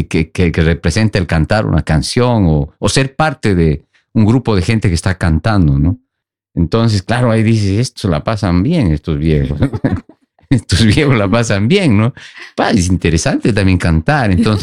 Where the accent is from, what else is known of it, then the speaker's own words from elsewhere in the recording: Sucre, Chuquisaca, Bolivia; moved away; also born or lived in Camargo, Bolivia; yo soy de Sucre, es una ciudad al centro de Bolivia, ¿no? Pero también me he criado en la infancia mucho en el un poco más al sur, en un pueblo donde es mi madre, que se llama Camargo, que es un pueblito donde se cultiva uva, se hace vino, singani.